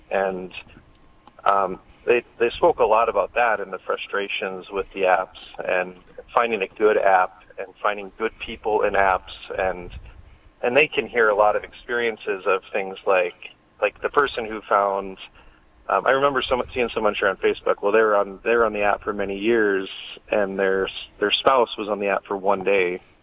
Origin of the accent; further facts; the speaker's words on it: Sioux Falls, South Dakota, United States; I'm from Sioux Falls. I go to St. Lambert Parish.